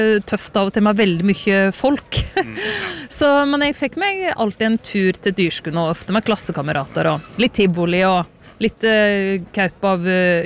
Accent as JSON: {"language": "Norwegian", "town": "Edland", "region": "Vestfold og Telemark", "country": "Norway", "tie": "born or raised there", "said": "Jeg vokste opp I Edland, øvst I Vinje kommune"}